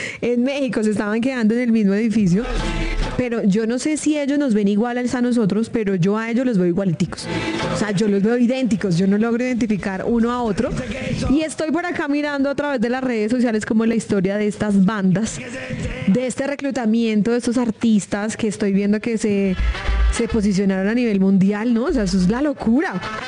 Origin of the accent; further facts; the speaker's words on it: Colombia; born there; yo le doy gracias a Dios que nacimos en Colombia.